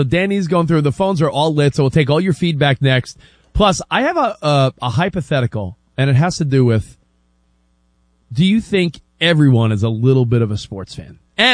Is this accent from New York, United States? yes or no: yes; New York, United States; I mean, to me, we want Wemby is the most arrogant New York thing. And I'm a New Yorker. I could say that.